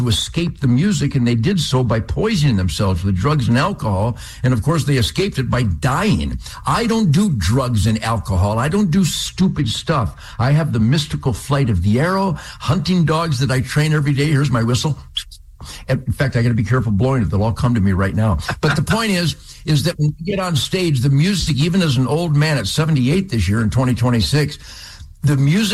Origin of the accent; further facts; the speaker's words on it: Detroit, Michigan, United States; born there; I was born in 1948 in Detroit, and my dad was already a follower of Fred Bear